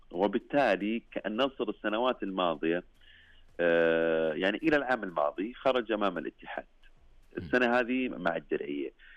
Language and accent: Arabic; Saudi Arabia; اللي حنا نشوفها كسعوديين